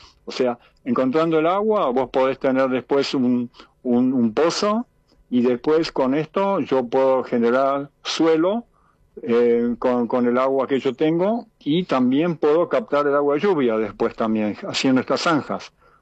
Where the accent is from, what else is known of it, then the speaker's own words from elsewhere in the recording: Bariloche, Río Negro, Argentina; born there; moved away as an adult; also born or lived in Austria; Yo nací en Bariloche y me fui a Austria y allá estudié arquitectura y volví y, digamos, trabajé acá en la ciudad, en Bariloche.